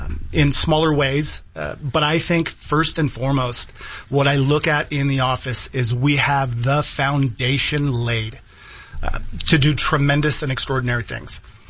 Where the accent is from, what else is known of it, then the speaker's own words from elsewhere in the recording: Topeka, Kansas, United States; also born or lived in Southern California; I did a lot of my younger growing up in Topeka, Kansas, before moving to Southern California as my dad was driving trains.